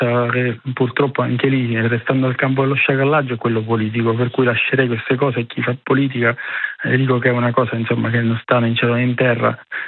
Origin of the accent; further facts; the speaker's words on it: Sicily, Italy; Rimane il dispiacere da siciliano per, non solo per tutti i disagi dei miei conterranei, ma anche per tutti quelli che si sono programmati le vacanze qua in Sicilia o che volevano farle.